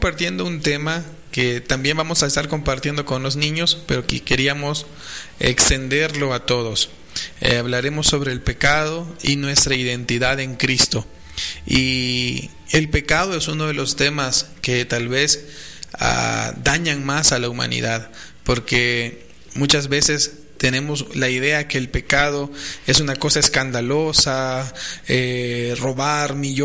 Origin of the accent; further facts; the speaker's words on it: El Salvador; moved away as an adult; now in Guatemala; Soy salvadoreño, pero soy un salvadoreño que ama mucho la cultura guatemalteca. Vine a Guatemala en el 2006 a estudiar